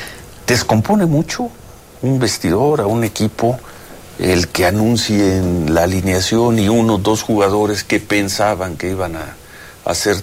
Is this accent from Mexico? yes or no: yes; Mexico; somos mexicanos.